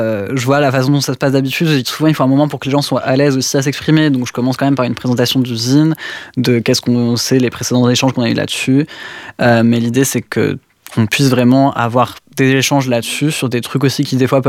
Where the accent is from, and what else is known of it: Auvergne-Rhône-Alpes, France; born or raised there; moved away as an adult; also born or lived in Lyon; now in Nord, France